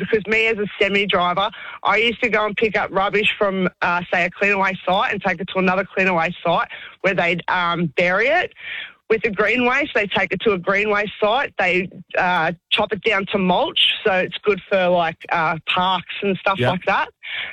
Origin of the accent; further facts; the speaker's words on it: Werribee, Victoria, Australia; So I'm from a Wyndham, I'm from Werribee, and we've got three bins.